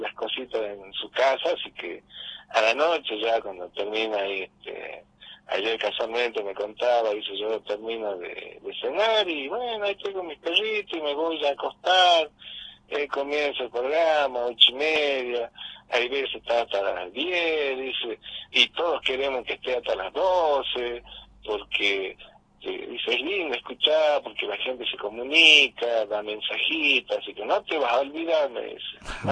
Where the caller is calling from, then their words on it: San Salvador de Jujuy, Jujuy, Argentina; Nosotros somos de San Salvador.